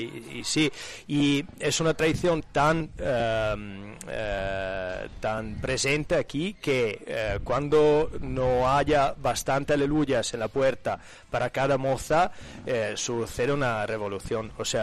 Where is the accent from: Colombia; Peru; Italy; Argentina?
Italy; accent: Italian; Spanish is a second language; yo siendo italiano no hablo tan bien español